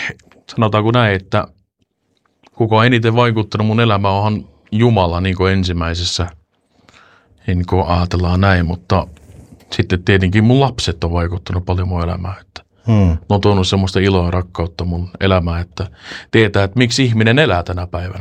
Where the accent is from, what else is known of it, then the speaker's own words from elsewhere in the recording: Stockholm, Stockholm County, Sweden; now in Finland; 32-vuotias ja tuun Ruotsista itse asiassa.